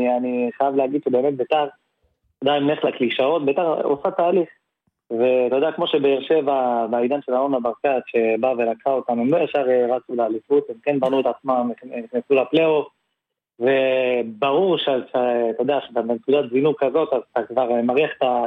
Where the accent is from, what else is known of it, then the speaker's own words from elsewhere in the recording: Kiryat Ekron, Central District, Israel; אני שגדלתי בקריית עקרון